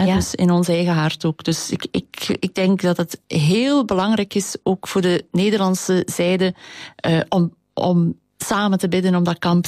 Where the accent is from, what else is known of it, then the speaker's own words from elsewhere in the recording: Flanders, Belgium; wij kunnen zoveel leren als Vlamingen van de Franstaligen.